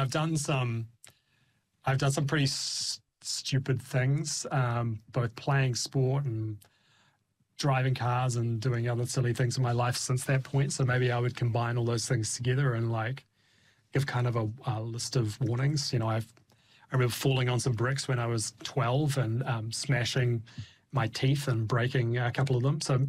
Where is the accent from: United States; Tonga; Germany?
Tonga; moved away; when we were in Tonga, when we were growing up in Tonga